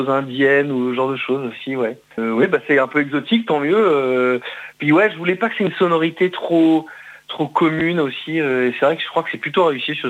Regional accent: Rennes, Brittany, France; Ouais, bonjour à tous. Je suis bien de Rennes.

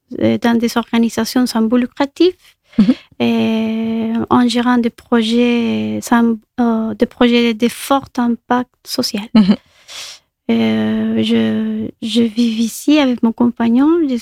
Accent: Colombia; French is a second language; moved away as an adult; now in France; Comme je disais pendant l'émission … je viens de la Colombie. J'ai fait mes études de master ici en France, en Nantes précisément, il y a 7 ans déjà.

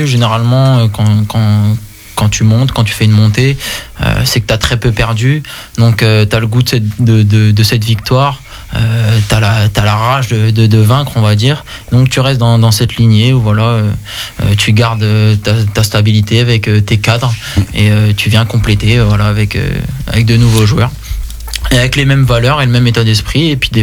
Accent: Reims, Grand Est, France; born there; also born or lived in Épernay; Je suis né à Reims

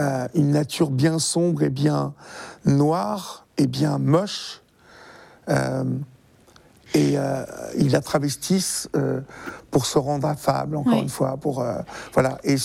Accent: Évreux, Normandy, France; born there; quand j'étais enfant de chœur à Évreux

